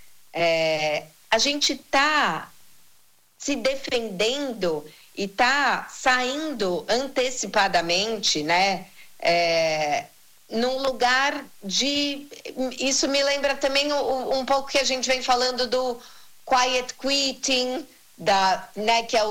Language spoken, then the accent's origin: Portuguese; São Paulo, Brazil; assim como nós, paulistanos, vivemos todo aquele frisson